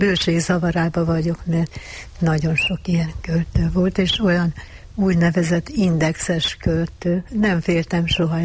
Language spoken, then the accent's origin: Hungarian; Veszprém County, Hungary; moved away as an adult; now in Budapest, Hungary; Világéletemben sajátomnak éreztem, és amikor Pestre fölkerültem 46-ban, akkor a Duna illatából is a tapolca jó szagát éreztem. Nem felejtettem el soha szülőföldemet.